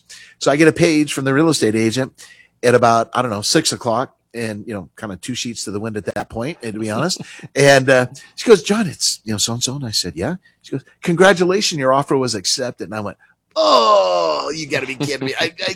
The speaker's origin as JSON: {"language": "English", "town": "Reno", "region": "Nevada", "country": "United States", "tie": "born or raised there", "moved": "yes", "said": "So we're living in Bakersfield. I told the family, like, I'm going to take you back to my hometown of Reno, right?"}